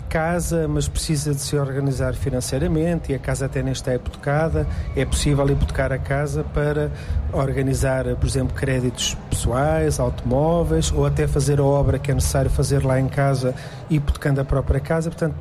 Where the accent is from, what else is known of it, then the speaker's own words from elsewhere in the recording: São Martinho da Cortiça, Centro, Portugal; Nós originariamente somos de São Martinho da Cortiça.